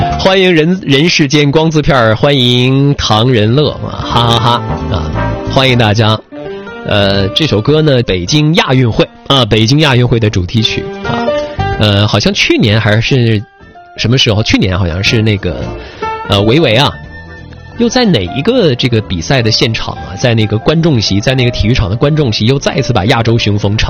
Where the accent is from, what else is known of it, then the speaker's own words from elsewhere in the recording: China; 我们中国人